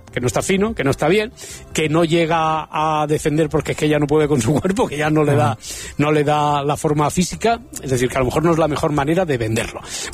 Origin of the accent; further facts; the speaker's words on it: Spain; siendo españoles, pues nos resulta esto muy familiar